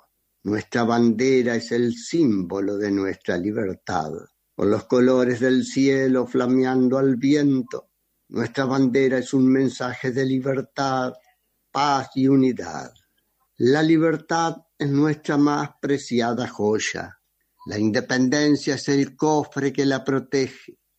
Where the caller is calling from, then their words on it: Caseros, Entre Ríos, Argentina; en mi pueblo, en Caseros